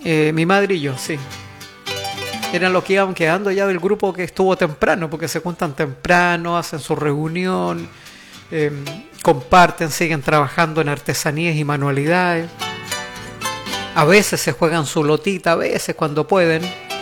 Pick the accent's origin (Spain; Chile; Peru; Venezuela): Chile